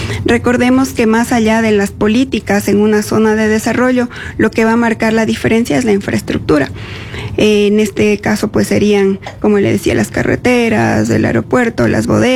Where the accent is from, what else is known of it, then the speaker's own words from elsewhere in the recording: Carchi, Ecuador; de donde yo vengo, el Cantón Montúfar